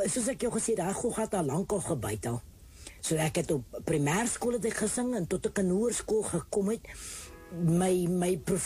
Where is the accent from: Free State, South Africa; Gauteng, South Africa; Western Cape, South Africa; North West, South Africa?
Western Cape, South Africa; Elsies River; Ek was gebore in Elsies Rivier met Trosfontein in die Kapen. En as 'n jong dogtertjie het ek groot geword in 'n kerk en dan daar by die sonnaskool.